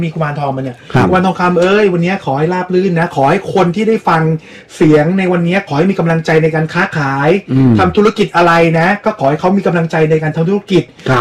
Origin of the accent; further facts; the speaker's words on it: Suphan Buri, Thailand; ผมเป็นคนสุพรรณ